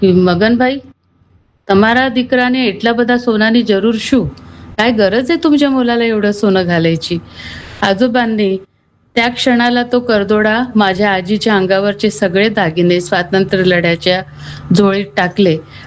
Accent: Chopda, Maharashtra, India; माझं माहेर जळगाव जिल्ह्यातलं चोपडा येथील. आम्ही सगळे मोठ्या एकत्र कुटुंबात वाढलो

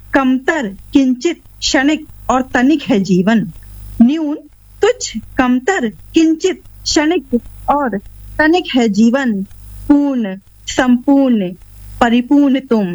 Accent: Narmadapuram, Madhya Pradesh, India; मुझे यहाँ नर्मदापुरम में, क्योंकि यहाँ नर्मदा जी हैं तो मुझे मेरे शहर से बहुत प्यार है।

